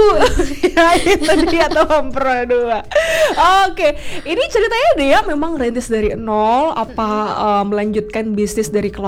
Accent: Bali, Indonesia; Cuman bersyukurlah ya kita orang Bali juga enggak kalah begitu ya kalau kita ngobrolin bersaing secara bisnis dengan orang luar

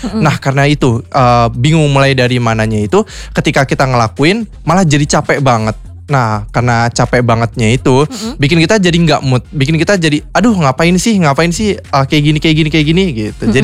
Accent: Bekasi, West Java, Indonesia; moved away as an adult; now in Purwokerto, Indonesia; aku asli orang Kota Bekasi ya

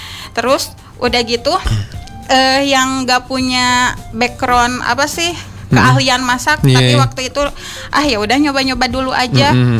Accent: Cimahi, West Java, Indonesia; now in Bandung, Indonesia; Terus saya juga kebetulan asli orang Cimahi.

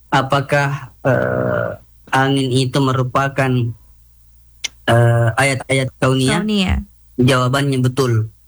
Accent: South Sulawesi, Indonesia; Saya sebagai orang Bugis bisa mengatakan ini sedi.

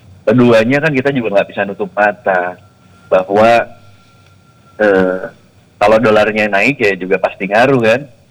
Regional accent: West Java, Indonesia; kita Jawa Barat atau saya di Bandung gitu

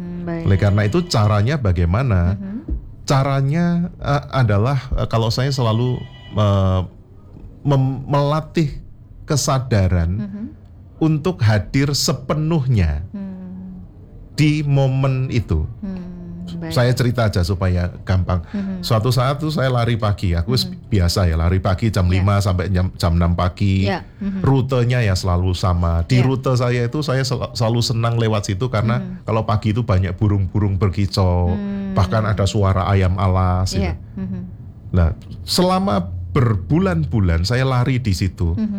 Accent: Kediri, East Java, Indonesia; now in Surabaya, Indonesia; Salam Pak, saya itu asli dari Kediri Pak. Walaupun sudah 21 tahun di Surabaya. Asli saya Kediri.

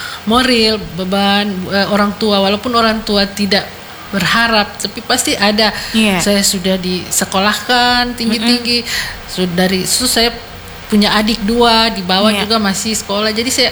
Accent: Gorontalo, Indonesia; born there; moved away; saya kan kelahiran Gorontalo.

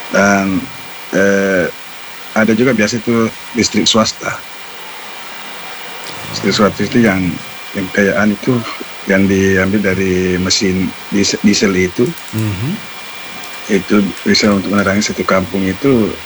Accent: Bone, South Sulawesi, Indonesia; moved away; Saya tuh di desa kampung saya termasuk listrik tahun 80-an.

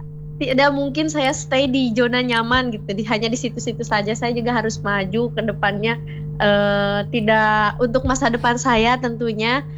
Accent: Sumur Tilu, West Java, Indonesia; Rindu rumah, rindu teman-teman, rindu keluarga, rindu suasana desa, suasana kampung saya Sumur Tilu itu kelihat gitu

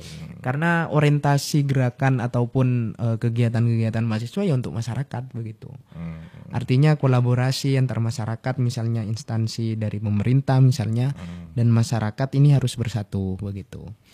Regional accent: East Java, Indonesia; di bawah bukit, di bawah bukit desa saya.

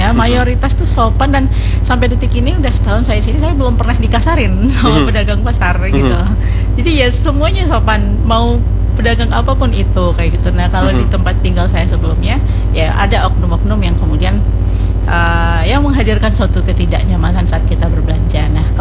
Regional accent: Jambi, Indonesia; now in Banjarbaru, Indonesia

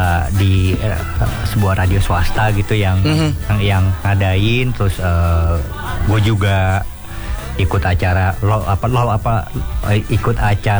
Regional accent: South Jakarta, Jakarta, Indonesia; Iya, jadi susah karena kita anak Jaksel gitu.

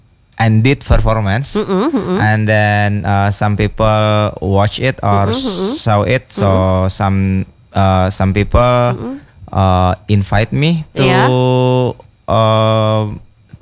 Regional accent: Rantau, South Kalimantan, Indonesia; Originally, I'm from Rantau

